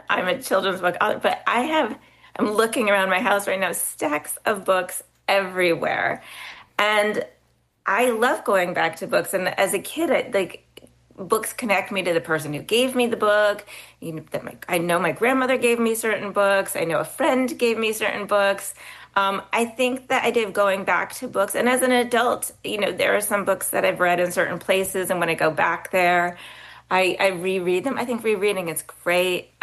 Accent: Plattsburgh, New York, United States; she and I grew up in Plattsburgh, New York. We were 80s kids.

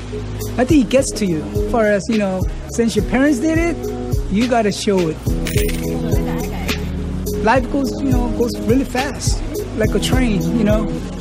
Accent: South Korea; moved away; We're from Korea, I'm kind of like in a culture where, you know, family's first concept.

